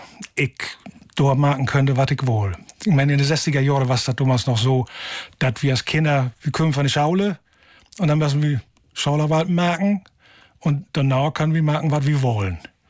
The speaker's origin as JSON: {"language": "German", "town": "Altharen", "region": "Lower Saxony", "country": "Germany", "tie": "born or raised there", "said": "in Ollenhaam bin ich aufgewachsen."}